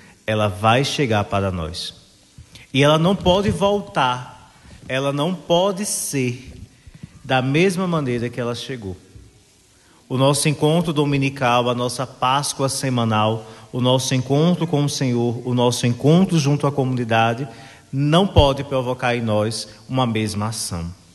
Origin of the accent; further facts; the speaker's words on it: Northeast Region, Brazil; para nós que somos do Nordeste, né?